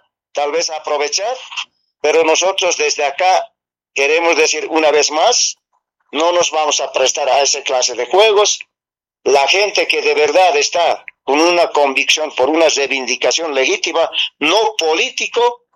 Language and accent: Spanish; Arcopongo, La Paz, Bolivia; yo soy de provincia Inquisiva una vez más, de Arcopongo